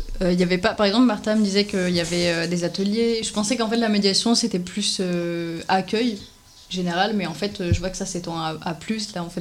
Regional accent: Angers, Pays de la Loire, France

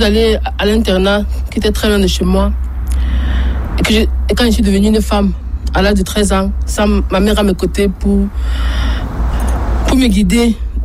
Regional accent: Cameroon; now in Montauban, France; Ben avant, je vivais dans mon pays natal, le Cameroun, avec mon papa qui est décédé.

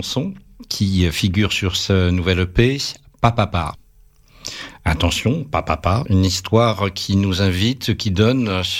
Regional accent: Brittany, France; je suis breton plus que bretonnance.

